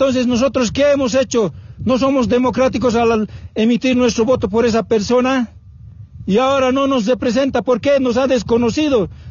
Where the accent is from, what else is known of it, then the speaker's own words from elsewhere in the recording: Bolivia; Nosotros como bolivianos